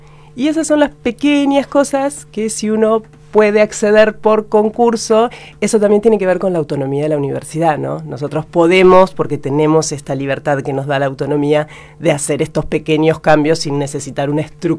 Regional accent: Coronel Suárez, Buenos Aires Province, Argentina; Nacimos los dos en Coronel Suárez, rendimos concurso.

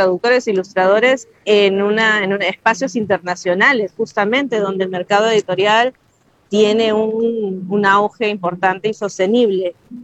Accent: Peru; lo que somos como peruanos y peruanas

